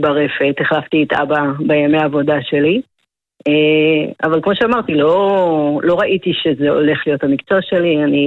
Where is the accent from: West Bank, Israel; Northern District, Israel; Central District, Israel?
Northern District, Israel; Givat Yoav; נכון, אז אני בת גבעת יואב, נולדתי וגדלתי בגבעת יואב, אבא שלי הוא מהמייסדים של המושב